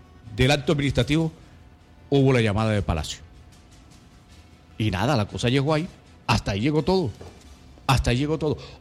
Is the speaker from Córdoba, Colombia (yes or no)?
yes; Montería, Córdoba, Colombia; Solamente la ciudad de Montería, mi tierra, amada, querida, mi amada Montería